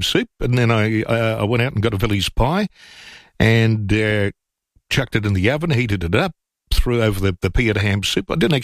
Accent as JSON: {"language": "English", "country": "Australia", "said": "Yeah, being Australian, I would say it's the Australians"}